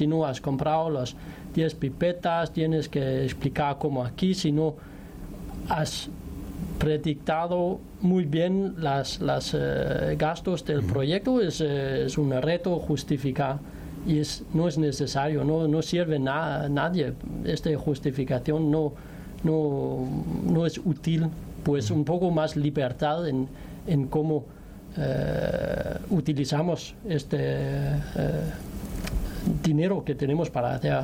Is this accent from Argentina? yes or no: no; Denmark; Spanish is a second language; he trabajado 6 años en Francia antes que fui a España. Y en Francia también hay burocracia, pero veo, soy danés y veo ahora en Dinamarca hay muchas financiación